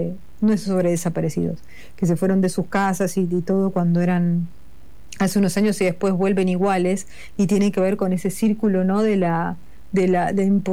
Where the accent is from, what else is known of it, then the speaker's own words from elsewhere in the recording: Argentina; Yo creo que la clase media argentina, que es lo que más conozco porque a la que más pertenezco